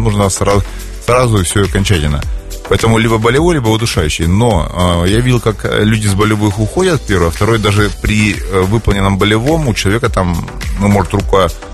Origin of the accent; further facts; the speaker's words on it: Kharkiv, Kharkiv Oblast, Ukraine; Нет, на самом деле, я родом из Советского Союза, из Украины, из города Харьков.